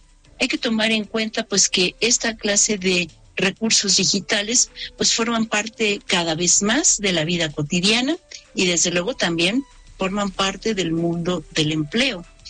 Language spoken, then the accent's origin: Spanish; Mexico